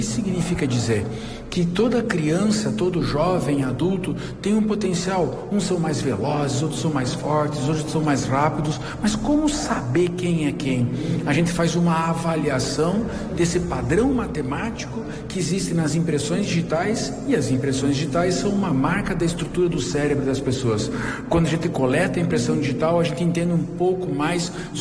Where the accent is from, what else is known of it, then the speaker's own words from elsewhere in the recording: Herval d'Oeste, Santa Catarina, Brazil; nós somos nascidos em Ervaldo Oeste, estudamos em Ervaldo Oeste